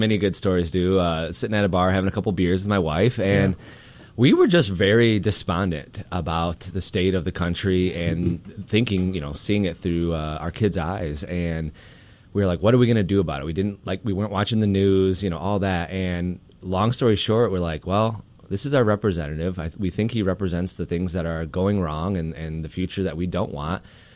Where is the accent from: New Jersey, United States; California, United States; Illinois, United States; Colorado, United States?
Illinois, United States; Rockford; I am from the Rockford area. I've actually lived in Central Illinois for a handful of years as well. But I am from a working class family, just people who come from nothing.